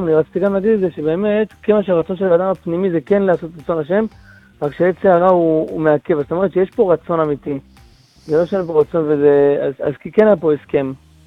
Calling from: Tel Aviv, Tel Aviv District, Israel

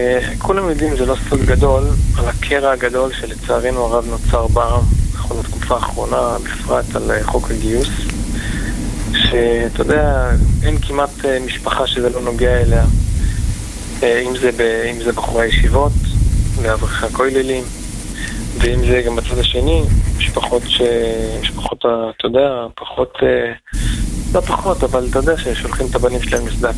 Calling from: Northern Israel, Israel; מאזור הצפון.

